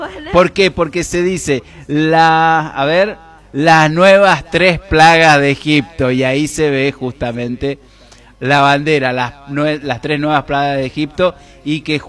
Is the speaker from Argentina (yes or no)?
yes; Argentina; somos argentinos